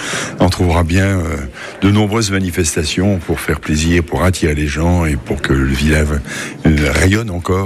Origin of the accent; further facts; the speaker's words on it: Hauts-de-France, France; Vous savez qu'une grande partie du Nord-Pas-de-Calais, dont ma région d'origine, est liée à la mine.